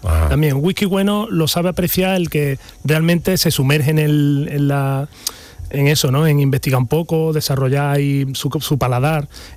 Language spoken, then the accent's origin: Spanish; Andalusia, Spain; accent: Cordoban; Pero bueno, por mi acento cordobés veréis que … la vida real.